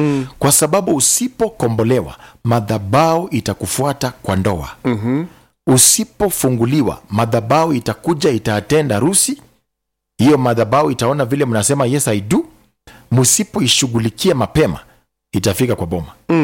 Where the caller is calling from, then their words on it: Waiya Kako, Makueni County, Kenya; Mtumishi wa Mungu, natoka Waiya Makako, Makueni, natoka Makueni.